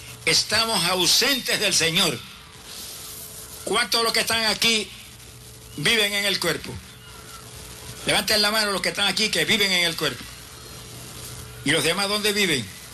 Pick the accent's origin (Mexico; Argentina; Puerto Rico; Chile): Puerto Rico; Camuy; en mi pueblo de Camuy, allá en Puerto Rico.